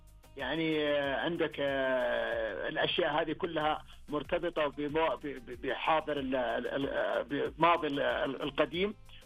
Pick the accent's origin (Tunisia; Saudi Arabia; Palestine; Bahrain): Saudi Arabia; على حفظ ماضي مملكتنا ومنطقتنا وقريتنا التي نعيشها.